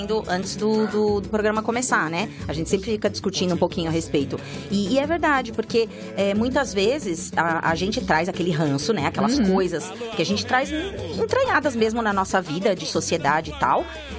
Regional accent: Brazil; now in Canada

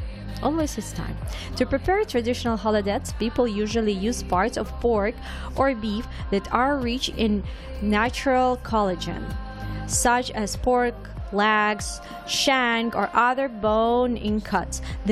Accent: Ukraine; first language Ukrainian; English is a second language; moved away; English is not my first language, but I'm trying my the best. So yeah, my first language is Ukrainian

